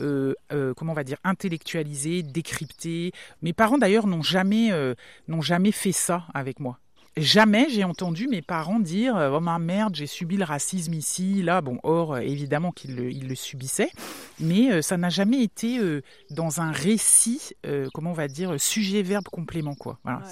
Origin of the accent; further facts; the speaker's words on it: Brest, Brittany, France; born there; Oui, mais t'es né où ? Brest.